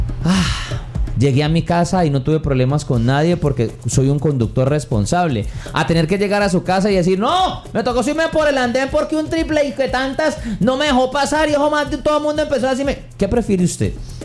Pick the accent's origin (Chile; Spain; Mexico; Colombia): Colombia; Cali, Valle del Cauca; como colombiano, como ciudadano del mundo, usted tenga un comportamiento ejemplar